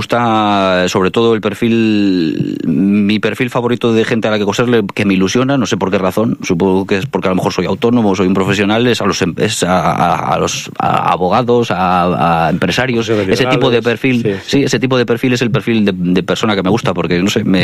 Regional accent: Ponferrada, Castile and León, Spain; es un privilegio para mí poder estar en Ponferrada, que es mi ciudad natal

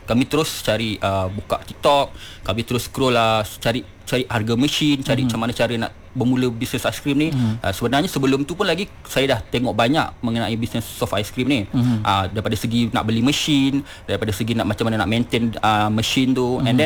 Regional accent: Selangor, Malaysia; Saya berasal dari Sungai lah. Berasal daripada area Selangor.

